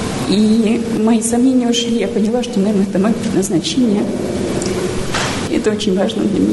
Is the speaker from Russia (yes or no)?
yes; Irkutsk, Irkutsk Oblast, Russia; я из Иркутска.